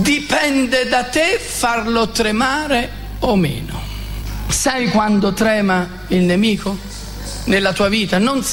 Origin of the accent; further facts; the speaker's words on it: Naples, Campania, Italy; Io sono napoletano